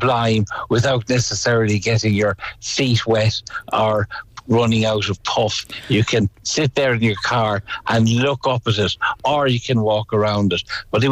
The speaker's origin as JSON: {"language": "English", "area": "Tipperary", "region": "Munster", "country": "Ireland", "said": "I'm from Tipperary"}